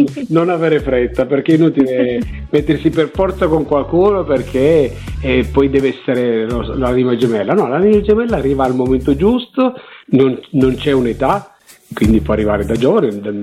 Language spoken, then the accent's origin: Italian; Eboli, Campania, Italy; moved away; Io e il direttore siamo contenti perché siamo di Eboli come origine.